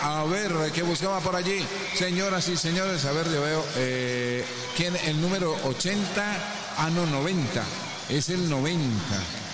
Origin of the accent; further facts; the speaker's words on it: Chinchiná, Caldas, Colombia; En Chinchina, mi tierra querida